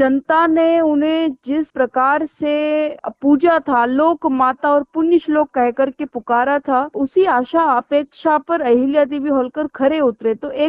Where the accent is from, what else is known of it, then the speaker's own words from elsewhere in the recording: Ujjain, Madhya Pradesh, India; born there; मेरा जन्मभूमि क्षेत्र भी उज्जैन ही रहा है।